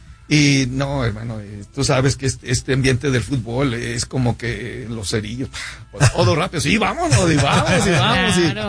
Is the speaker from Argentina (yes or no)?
no; Los Reyes, Michoacán, Mexico; Yo soy originario de Los Reyes, Michoacán.